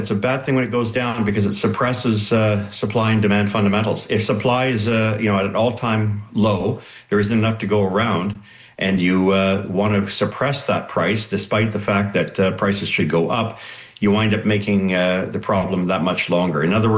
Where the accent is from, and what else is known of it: Canada